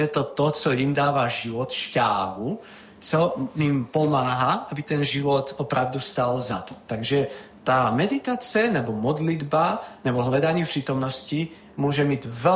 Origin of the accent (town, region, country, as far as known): Trenčín, Trenčín Region, Slovakia